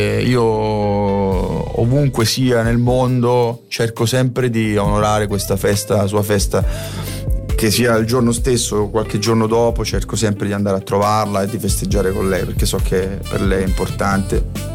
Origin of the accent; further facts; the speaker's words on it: Carovigno, Apulia, Italy; born there; Carovigno. Mi piace nominare il mio paese